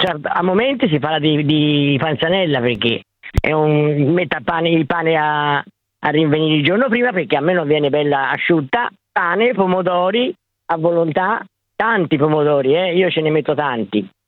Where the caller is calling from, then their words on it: Tuscany, Italy; io sono toscana